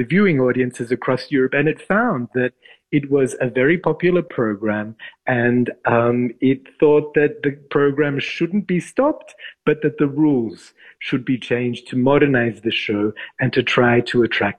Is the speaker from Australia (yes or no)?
yes; Australia; I'm actually Australian